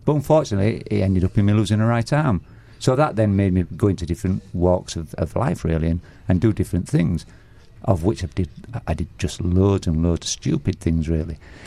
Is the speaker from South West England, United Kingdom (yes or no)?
no; Leeds, Yorkshire and the Humber, United Kingdom; I went back to my hometown in Leeds, which is in Yorkshire in the north of England